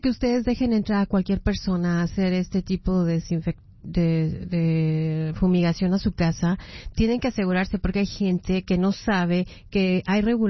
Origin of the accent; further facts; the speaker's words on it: Mexico; como soy bien mexicana y brava como soy